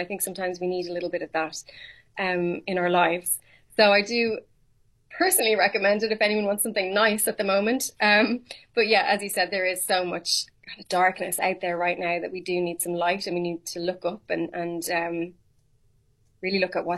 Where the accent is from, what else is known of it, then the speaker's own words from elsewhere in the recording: Ireland; I am Irish.